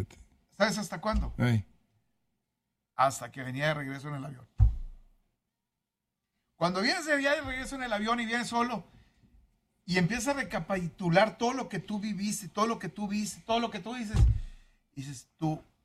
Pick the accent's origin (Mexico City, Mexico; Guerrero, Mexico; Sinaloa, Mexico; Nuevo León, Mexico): Nuevo León, Mexico; Monterrey; Digo, de Monterrey. Trabajo en Azteca, en Monterrey, pa.